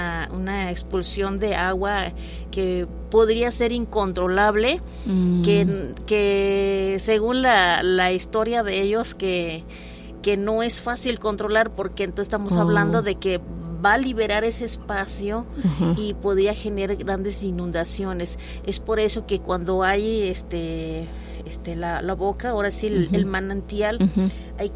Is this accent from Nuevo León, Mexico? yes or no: no; Palmital, Veracruz, Mexico; Entonces, uh-huh. Yo soy de Palmital, pertenece. Sí. a Tantuyuca.